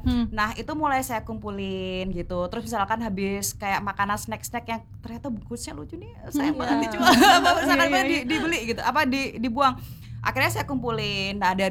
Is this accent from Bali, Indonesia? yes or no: yes; Bali, Indonesia; now in Surabaya, Indonesia; Saya lahir di Surabaya, tapi besarnya di Bali.